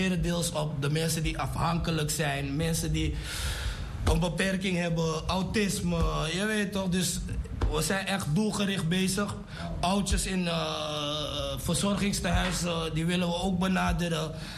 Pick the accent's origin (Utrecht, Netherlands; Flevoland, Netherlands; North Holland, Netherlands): North Holland, Netherlands; Amsterdam; we komen van Amsterdam, dus dan ken je het wel.